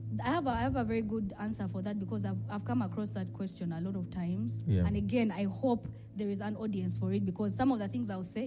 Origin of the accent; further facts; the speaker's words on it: Soroti, Eastern Region, Uganda; I grew up in Soroti.